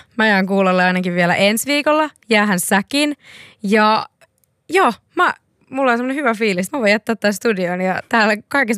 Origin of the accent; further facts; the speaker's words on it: Nurmo, South Ostrobothnia, Finland; koska mä oon itse Nurmosta ja se on Lande. Se on niin kuin Landeen Lande.